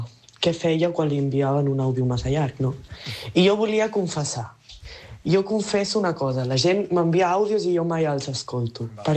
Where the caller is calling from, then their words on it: Barcelona, Catalonia, Spain; de Barcelona.